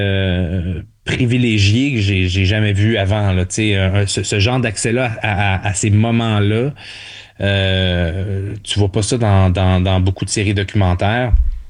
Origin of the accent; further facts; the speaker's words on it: Montreal, Quebec, Canada; born there; Ben, moi, je suis né à Montréal, fait que j'étais un peu